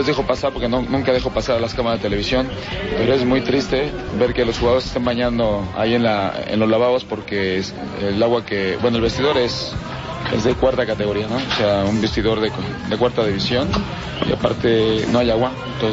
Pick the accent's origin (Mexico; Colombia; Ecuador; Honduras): Mexico; yo como mexicano